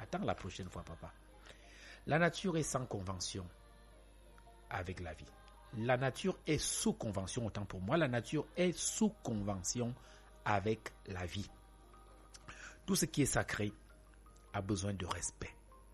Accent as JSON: {"language": "French", "country": "Cameroon", "said": "Tout est objet chez nous au Cameroun."}